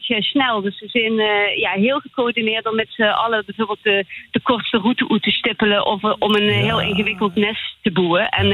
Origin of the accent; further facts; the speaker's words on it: Sittard, Limburg, Netherlands; Ik kom uit Zittert. Ik ben opgegroeid in Zittert, ja.